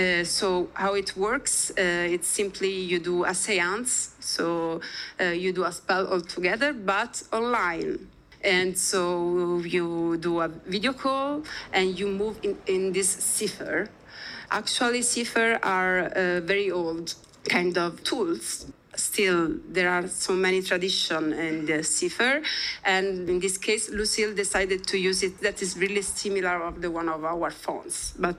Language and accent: English; Italy; English is a second language; moved away; I come from Italy.